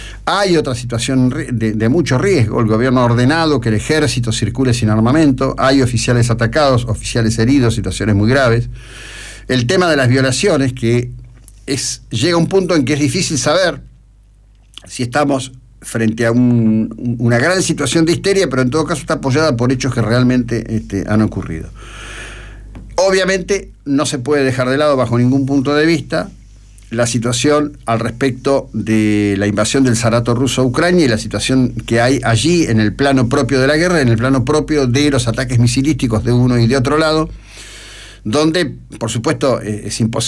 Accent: Argentina; Yo no soy español, soy argentino

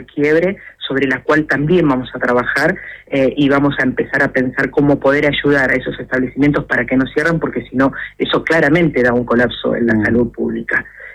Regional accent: Argentina; el gran desafío que tenemos como argentinos

